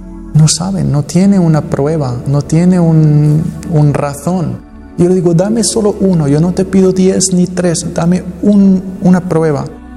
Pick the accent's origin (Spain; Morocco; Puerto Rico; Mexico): Morocco